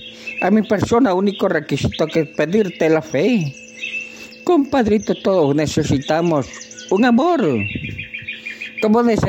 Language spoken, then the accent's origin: Spanish; Ecuador; yo soy orientano nativo, ecuatoriano, soy ecuatoriano, compadrito, no confunda, no soy colombiano, no soy boliviano, no soy peruano, soy ecuatoriano